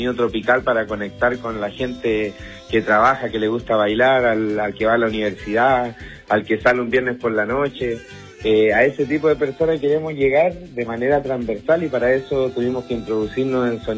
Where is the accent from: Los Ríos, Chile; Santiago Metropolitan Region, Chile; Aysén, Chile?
Aysén, Chile; Villa O'Higgins; moved away; also born or lived in Valparaíso; Yo soy de Villo'Higgins, que es el fin de la carretera austral.